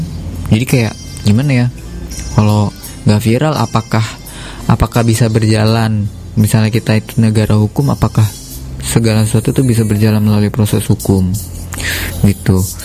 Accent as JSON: {"language": "Indonesian", "country": "Indonesia", "said": "kita emang warga Konoha WNI kan"}